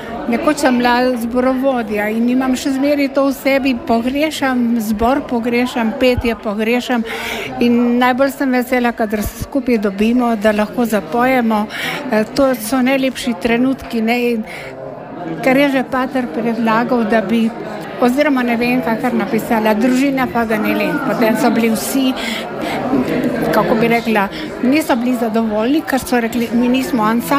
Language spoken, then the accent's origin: Slovenian; Koritnica, Slovenian Littoral, Slovenia; Prihajam iz Baške grape, iz Koritnice.